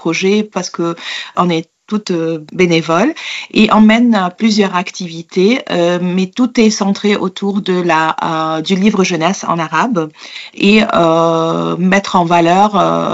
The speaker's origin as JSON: {"language": "French", "country": "Egypt", "tie": "born or raised there", "moved": "as an adult", "lives_now": "Paris, France", "said": "Je suis une petite salade composée. J'ai grandi en Égypte et ça fait une quinzaine d'années que je suis installée à Paris, en France, en raison de travail de mon conjoint. La France est devenue ma deuxième maison. Mais j'ai grandi en Égypte d'une mère polonaise et d'un père égyptien."}